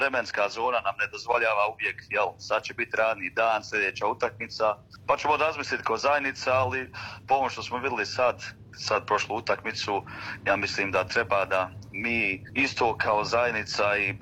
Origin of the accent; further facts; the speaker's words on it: Bosnia & Herzegovina; now in Australia; stvarno smo kao zajednica i kao jel Bosanci u dijaspori, stvarno ovo je nešto što stvarno nismo dugo vidjeli.